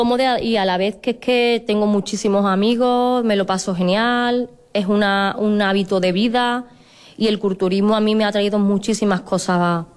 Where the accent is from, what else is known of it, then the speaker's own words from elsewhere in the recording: Palma del Río, Andalusia, Spain; Para mí es un orgullo competir en mi pueblo.